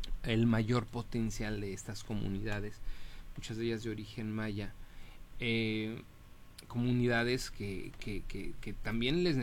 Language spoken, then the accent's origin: Spanish; Mexico; born there; si yo soy mexicano … nací en México, por no ser de una comunidad indígena